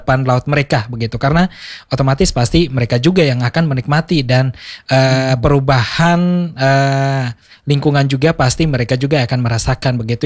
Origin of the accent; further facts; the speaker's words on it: Kupang, East Nusa Tenggara, Indonesia; beta-beta orang Kupang